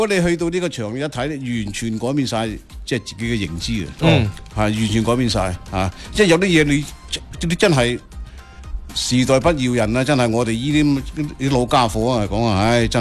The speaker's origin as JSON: {"language": "Cantonese", "town": "Foshan", "region": "Guangdong", "country": "China"}